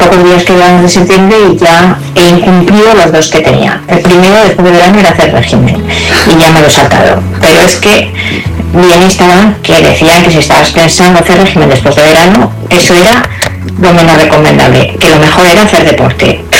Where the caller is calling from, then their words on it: Valencia, Valencian Community, Spain; Buenos días … de Valencia.